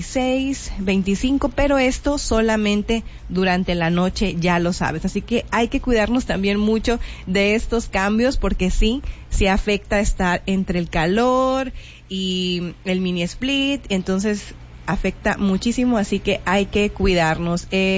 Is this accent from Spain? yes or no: no; Mexico; obviamente soy mexicana